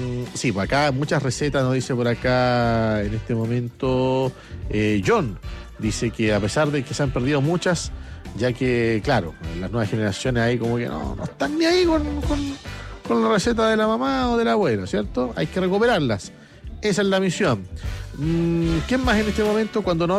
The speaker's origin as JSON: {"language": "Spanish", "town": "La Florida", "region": "Santiago Metropolitan", "country": "Chile", "tie": "born or raised there", "said": "Amigos, yo me crié en la Florida, pero cuando la Florida era campo, ¿eh?"}